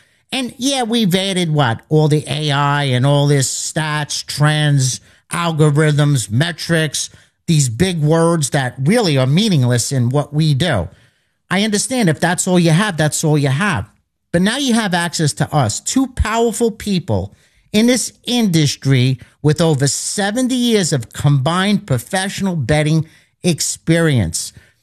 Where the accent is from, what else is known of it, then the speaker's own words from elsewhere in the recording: Hoboken, New Jersey, United States; I grew up in Hoboken, New Jersey. And it was a different time back then.